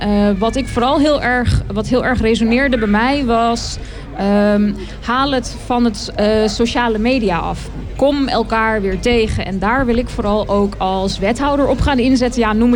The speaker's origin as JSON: {"language": "Dutch", "town": "Haarlem", "region": "North Holland", "country": "Netherlands", "tie": "born or raised there", "said": "Ik ben 39. Ik ben geboren en getogen in Haarlem. Kom uit Schalkwijk."}